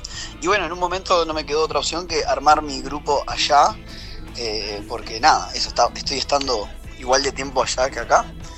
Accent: Uruguay; yo soy un baterista uruguayo, vivo en Montevideo

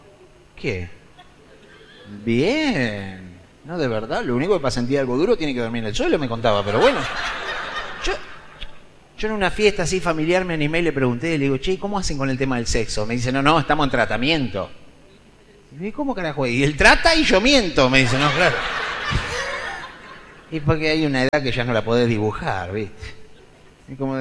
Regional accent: Mar del Plata, Buenos Aires Province, Argentina; born there; now in Buenos Aires, Argentina; yo soy nacido en Mar del Plata. Yo hace 10 años ya que vivo en Buenos Aires, pero yo nací allá.

